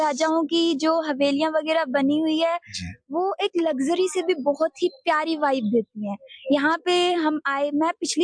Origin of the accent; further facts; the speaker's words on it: Sri Ganganagar, Rajasthan, India; मैं श्री गंगानगर राजस्थान से बिलोंग करती हूँ।